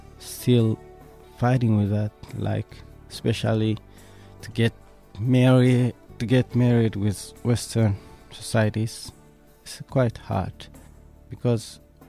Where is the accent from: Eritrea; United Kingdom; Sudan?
Eritrea; English is a second language; now in Australia; I came from Africa, Eritrea. I came to Australia 1995.